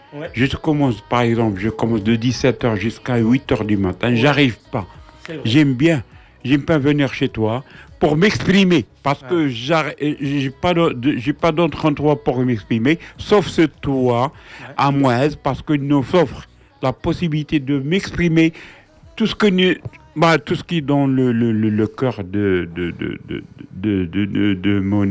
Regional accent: Morocco; moved away as an adult; now in France

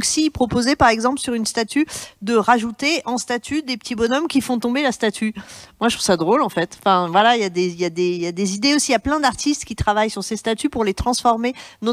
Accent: France

